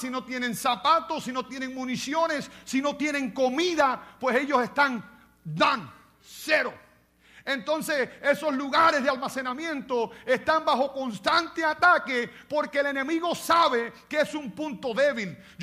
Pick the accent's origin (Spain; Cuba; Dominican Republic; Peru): Cuba; moved away; en mi país, en Cuba